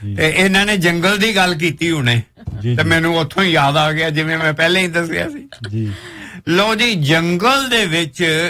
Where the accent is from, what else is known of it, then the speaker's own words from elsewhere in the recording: Ludhiana, Punjab, India; ਮੇਰਾ ਬਚਪਨ ਜੀ ਲੁਧਿਆਣੇ ਬੀਤਿਆ ਸੀ ਤੇ ਮੇਰੀਆਂ 6 ਭੈਣਾਂ ਨੇ ਤੇ ਅਸੀਂ 3 ਭਰਾ ਸੀ। ਸਾਰੇ ਇੱਕੋ ਵਿਹੜੇ ਵਿੱਚ ਰੌਣਕਾਂ ਲੱਗੀਆਂ ਹੁੰਦੀਆਂ ਸੀ।